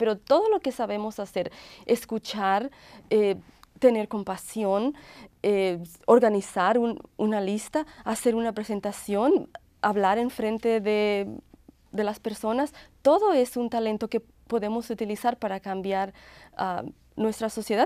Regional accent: Michoacán, Mexico; moved away; yo nací en México y vine a este país joven, aunque ahora tengo más años viviendo en este país, pero todavía soy mexicano. Del estado de Michoacán.

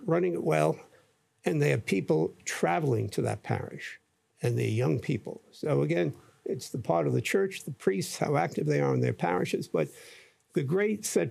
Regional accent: Brooklyn, New York, United States; I mean, when I grew up in Brooklyn, within in Greenpoint, within 15 blocks, we had six parishes.

